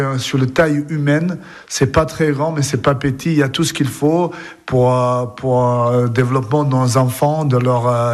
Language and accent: French; Serbia; French is a second language; moved away as an adult; now in Limoges, France; Moi, je suis serbe de Serbie, parce que les Serbes, ils vivent partout. Et je suis 130 km de Belgrade vers l'ouest, c'est la frontière avec Bosnie. Moi, je suis arrivé en 2002.